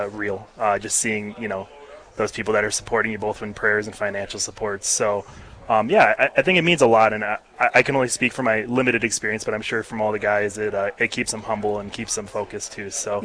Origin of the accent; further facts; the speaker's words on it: Minneapolis, Minnesota, United States; moved away as an adult; now in Fargo, United States; I grew up in the Twin Cities, but I've been up in the Fargo community since college. Came up in 2017. Convert to the faith